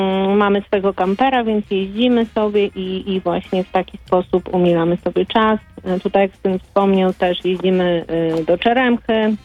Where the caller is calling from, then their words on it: Podlaskie Voivodeship, Poland; jesteśmy generalnie z województwa podlaskiego